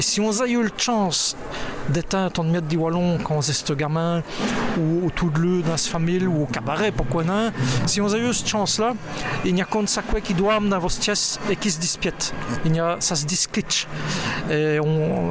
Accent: Namur, Wallonia, Belgium; born there; J'ai venu au monde à Namur.

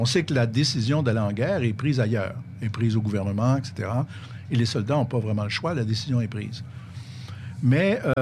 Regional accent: Quebec, Canada; Nous, chez nous, au Québec

